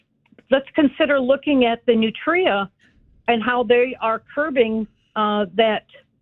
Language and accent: English; Indiana, United States; now in Crown Point, United States; I lived on a farm for a number of years growing up from Indiana